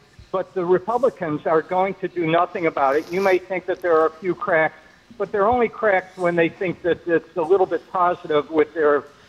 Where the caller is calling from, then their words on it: Newton, Massachusetts, United States; I've always been in Newton.